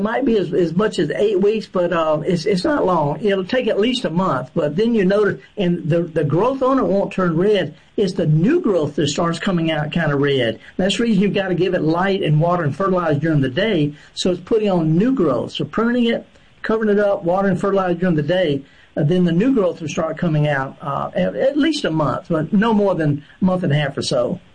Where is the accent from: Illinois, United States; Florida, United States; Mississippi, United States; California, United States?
Mississippi, United States; I'm from the Delta, Woodville